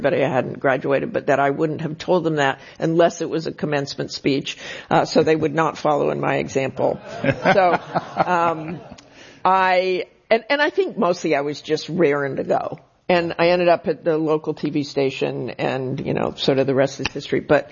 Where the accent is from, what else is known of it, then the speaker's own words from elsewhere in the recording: Salt Lake City, Utah, United States; moved away as an adult; also born or lived in Boston; I joke that I was raised in Salt Lake City, and I used to think there are sinners out there somewhere, and I'm going to find them. And I moved to Boston, and there they were.